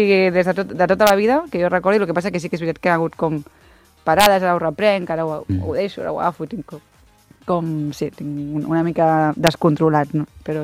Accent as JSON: {"language": "Catalan", "town": "Barcelona", "region": "Catalonia", "country": "Spain", "said": "El Raval, sí, jo soc del Raval, vaig començar allà."}